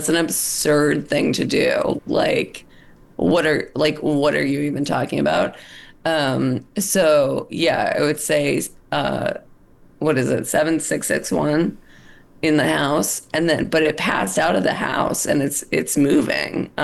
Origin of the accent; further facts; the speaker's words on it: Philadelphia, Pennsylvania, United States; now in Washington, United States; I'm in D.C. right now. And I'm from Philly, but I love Utah.